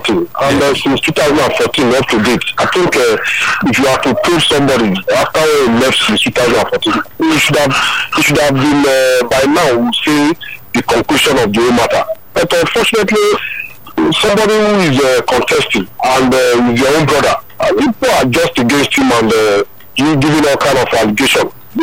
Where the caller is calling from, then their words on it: Ikeja, Lagos, Nigeria; I'm calling from Ikeja.